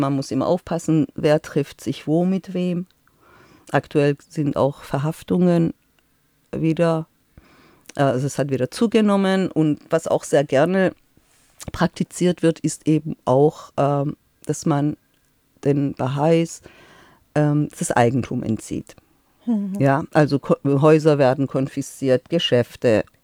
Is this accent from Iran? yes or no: yes; Tehran, Tehran Province, Iran; Ich bin im Kind, also als Kind aufgewachsen im Iran. Meine Kindheit war eigentlich eine sehr schöne Kindheit. Also ich bin in der Hauptstadt geboren.